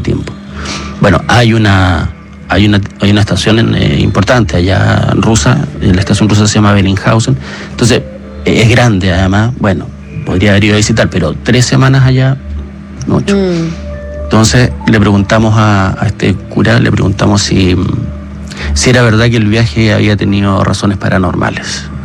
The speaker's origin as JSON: {"language": "Spanish", "region": "Magallanes", "country": "Chile", "said": "como yo soy de Magallanes"}